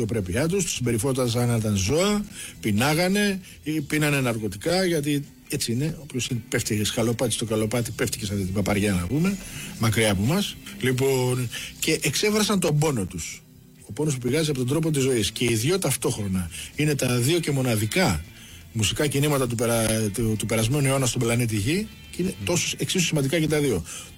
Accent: Piraeus, Attica, Greece; born there; Η καταγωγή μου είναι από τη Σκιάθο. Γεννημένος εδώ στο Πασαλιμάνι, αλλά η καταγωγή είναι από τη Σκιάθο.

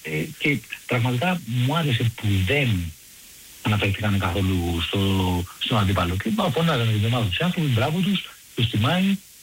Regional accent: Vyronas, Attica, Greece; επειδή είμαι από το Βύρονο και είναι γέννημα θέμα.

